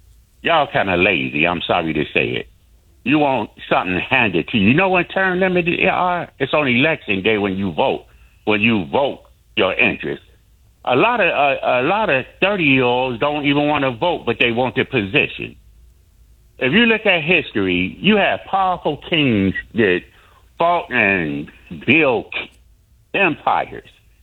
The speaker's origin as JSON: {"language": "English", "town": "Chicago", "region": "Illinois", "country": "United States", "tie": "born or raised there", "said": "I'm 65 years old. I was born and raised in Chicago. I'm a baby boomer."}